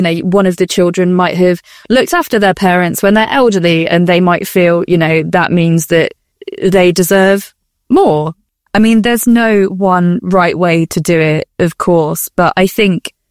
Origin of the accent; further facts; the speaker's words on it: United Kingdom; we're British.